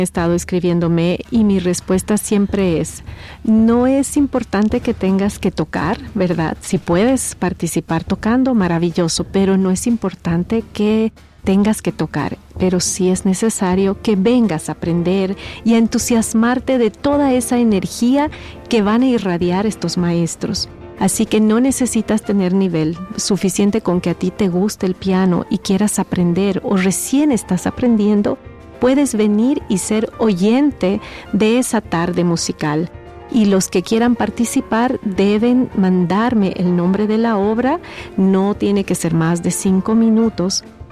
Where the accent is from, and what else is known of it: El Salvador